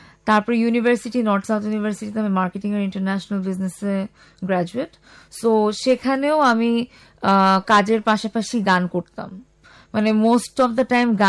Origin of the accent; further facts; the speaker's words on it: Chandpur, Shahrasti, Chittagong Division, Bangladesh; now in Dhaka, Bangladesh; আমার বাড়ি হচ্ছে চাঁদপুর শাহরাস্তিতে, সেখানে চৌধুরী বাড়ি বললেই সবাই চেনে। আর চাঁদপুর সদরে যে বাড়িটা আছে সেটা হচ্ছে আলিমপাড়া।